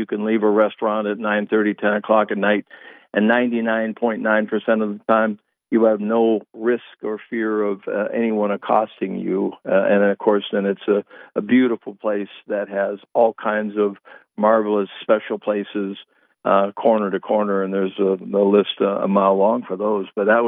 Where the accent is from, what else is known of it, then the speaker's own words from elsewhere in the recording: Tioga, North Dakota, United States; now in Williams County, North Dakota, United States; I'm born and raised in Tioga. I'm a proud Tioga native.